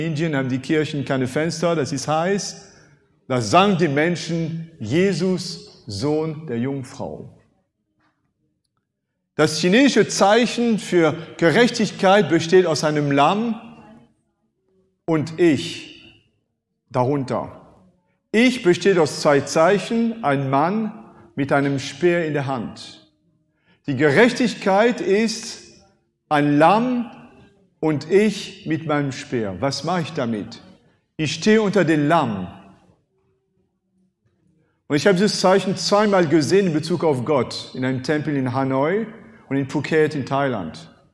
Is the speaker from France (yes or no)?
yes; France; first language French; German is a second language; now in Germany; Jetzt komme ich zu meinem Landsmann Napoleon.